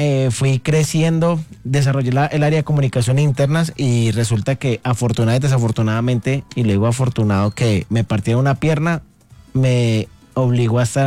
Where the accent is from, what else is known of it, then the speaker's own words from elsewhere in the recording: Cali, Valle del Cauca, Colombia; Yo me crié en el barrio Limonar, al sur de Cali.